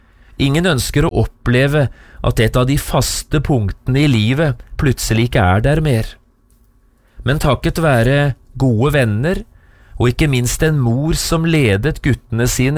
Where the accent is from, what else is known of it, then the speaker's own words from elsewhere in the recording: Notodden, Telemark, Norway; Gransherad kirke, som ligger cirka 3 mil fra Notodden, hjembyen min.